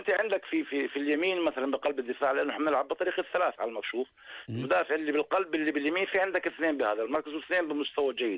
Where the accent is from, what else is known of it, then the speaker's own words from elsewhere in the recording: Jordan; احنا كلنا جميعا يعني كاردنيين